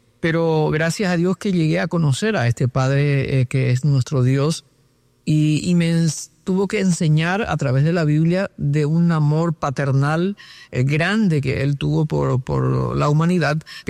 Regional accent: San Pedro, Paraguay; born there; also born or lived in Asunción; Yo nací en el departamento de San Pedro, sería en este caso. Nací, soy paraguayo

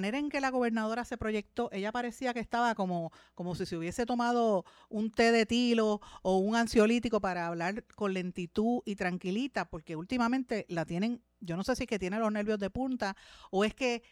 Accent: Guaynabo, Puerto Rico; Nosotros vivimos en Guaynabo y realmente yo soy de Guaynabo, en esta zona todavía no se ha implementado

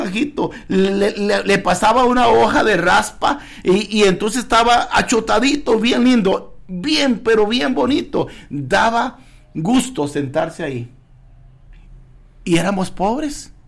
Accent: Palmira, Guanacaste, Costa Rica; Palmira, Los Ángeles de Palmira, en mi tierra Guanacaste

